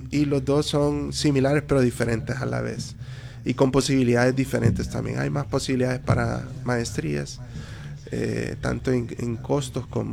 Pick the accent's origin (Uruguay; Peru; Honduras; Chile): Honduras; Entonces tú tienes que hacer doble esfuerzo como hondureño, porque somos muy capaces, definitivamente que lo somos.